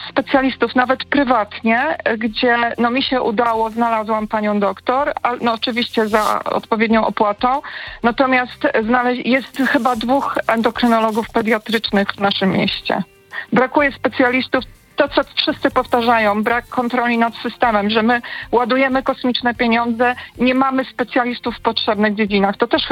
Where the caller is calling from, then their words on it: Toruń, Kuyavian-Pomeranian Voivodeship, Poland; Ja dzwonię z Torunia.